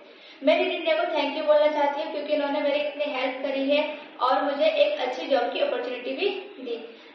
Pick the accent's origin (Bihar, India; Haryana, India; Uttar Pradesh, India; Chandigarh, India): Uttar Pradesh, India; Rampur; मैं 19 साल की हूँ, मैं बीए फर्स्ट ईयर में हूँ और मैं पीडब्ल्यूडी कॉलोनी बदोटोला रामपुर उत्तर प्रदेश की रहने वाली हूँ।